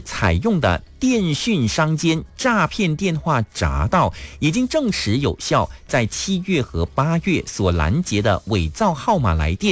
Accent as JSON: {"language": "Chinese", "country": "Malaysia", "said": "那就可以保护到我们马来西亚人的权益啊"}